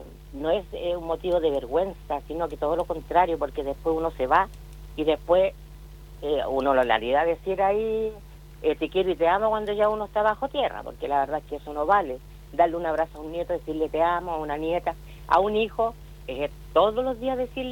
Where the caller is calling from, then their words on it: Santiago, Santiago Metropolitan Region, Chile; Desde acá de Santiago, de la comuna Macul.